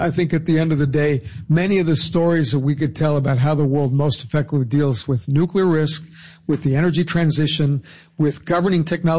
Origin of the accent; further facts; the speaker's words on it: California, United States; So in my home state of California in the early 1970s, it was not a happy thing to be driving around L.A. with your windows up or down.